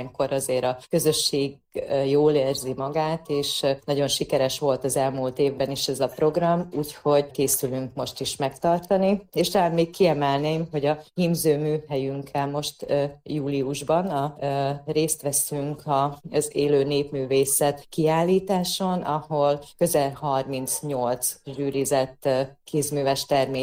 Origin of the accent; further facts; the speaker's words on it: Zakarpattia Oblast, Ukraine; hát az elmúlt napokban otthon Kárpátalján a szürtei rendezvénytermünkben tartottuk meg az évadzáró szakkör kiállítást